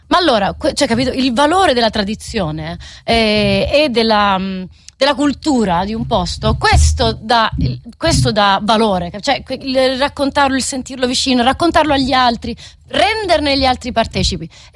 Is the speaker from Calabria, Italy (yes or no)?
no; Apulia, Italy; io sono salentina.